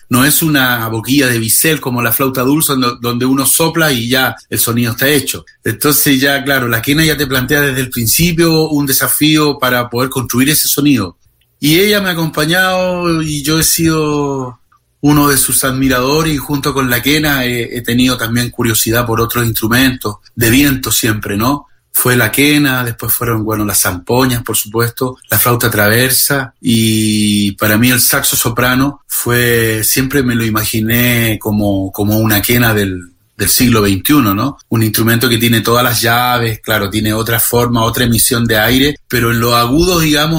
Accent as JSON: {"language": "Spanish", "town": "San Antonio", "region": "Valparaíso", "country": "Chile", "tie": "born or raised there", "moved": "yes", "lives_now": "Santiago, Chile", "said": "Yo soy del puerto de San Antonio y San Antonio está a 100 kilómetros de Santiago, o sea, yo estoy relativamente lejos de la zona andina, ¿no?, que sería desde Iquique hacia arriba."}